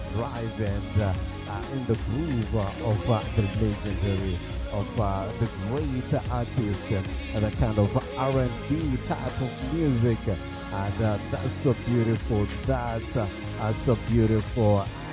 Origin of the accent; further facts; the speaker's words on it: Zimbabwe; I'm from Zimbabwe.